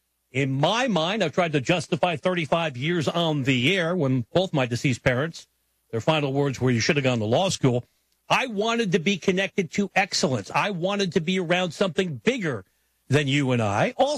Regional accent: United States; speaking as an American

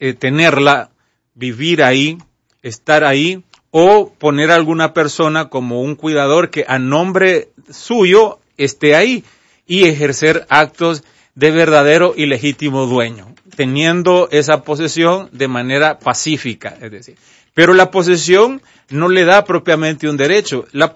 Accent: Guatemala; moved away; Nunca pensé que iba a pasar esto en mi país

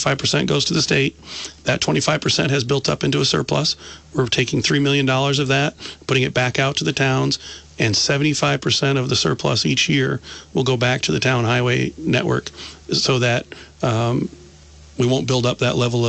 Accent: Brandon, Vermont, United States; also born or lived in Rutland; I was born in Rutland, raised in Brandon

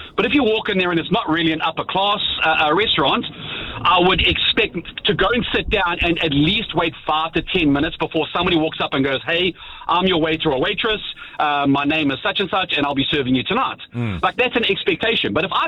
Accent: South Africa; because I'm South African, I'm quite a, people say I'm aggressive. So I sound aggressive just because of the way that I speak.

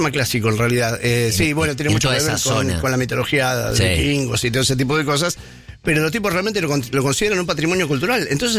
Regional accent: Argentina; Sí, no, como argentinos que somos, no debemos menos que hacernos una escapadita hasta Ámsterdam

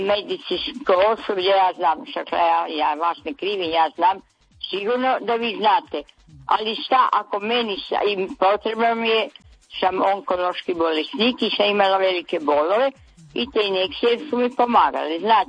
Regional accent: Labin, Istria County, Croatia; Ja dolazim iz Labina.

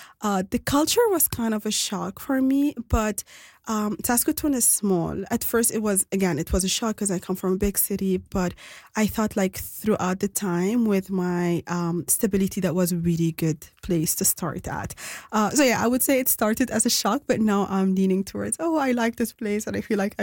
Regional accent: Lebanon; English is a second language; moved away; I was born in Lebanon and I lived my entire life there.

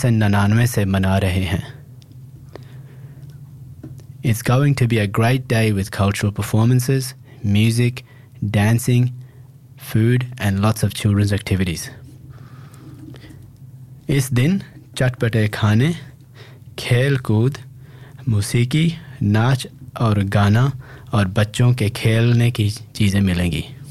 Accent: Melbourne, Victoria, Australia; moved away as an adult; now in Alice Springs, Australia; I am from Melbourne and I've lived in Alice Springs for just over 3 years. मैं Melbourne से हूँ और मैं यहाँ एम्पार्ट में एलिस स्प्रिंग्स में 3 साल से रह रहा हूँ.

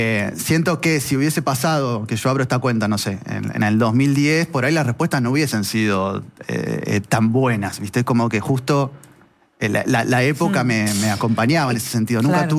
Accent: Esperanza, Santa Fe, Argentina; correcto. Exactamente. Y me fui a Santa Fe Capital con dos amigos del colegio.

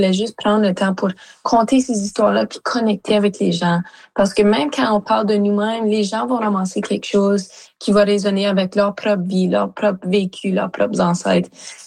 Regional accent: Sudbury, Ontario, Canada; Oui, ben tu sais, je viens de Sudbury, comme tu dis, du nord-est de l'Ontario

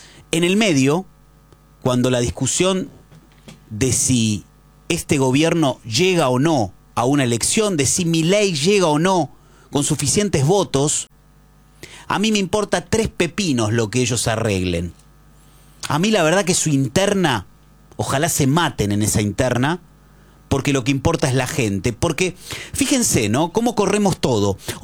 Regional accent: Argentina

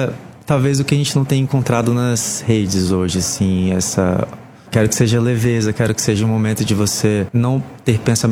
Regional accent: Brazil

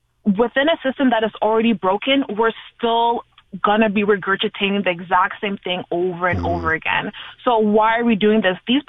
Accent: Montreal, Quebec, Canada; I was born and raised in Montreal, raised in Park Extension. I'm a Black woman.

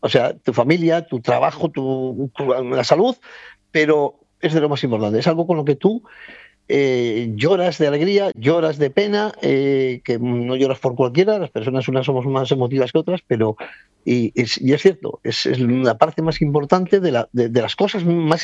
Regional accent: Santander, Cantabria, Spain; yo vivía, nací en Santander y viví toda mi infancia en donde está el campo de fútbol de General Dávila, del cuartel, que era un cuartel.

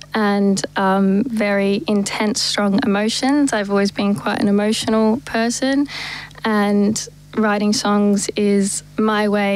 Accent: Melbourne, Victoria, Australia; moved away as an adult; also born or lived in England; I'm from Melbourne, near Chadstone.

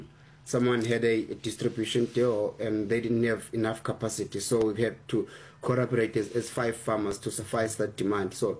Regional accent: Eastern Cape, South Africa; growing up in Eastern Cape, being involved in somewhat of an agriculture.

